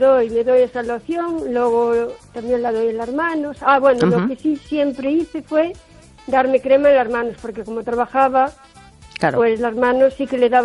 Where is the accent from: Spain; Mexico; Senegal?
Spain; O Carballiño, Galicia